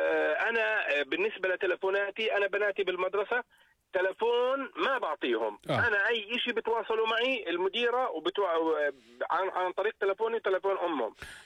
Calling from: Jordan; إحنا كمجتمع أردني

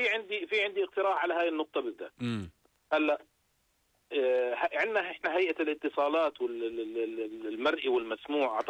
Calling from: Jordan; يعني أنا بقول واحد عندنا بالأردن دخله راتبه 500 دينار.

